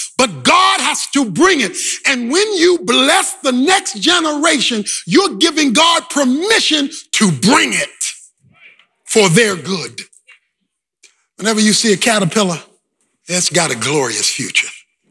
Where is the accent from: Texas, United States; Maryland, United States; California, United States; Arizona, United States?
Maryland, United States; Baltimore; born or raised there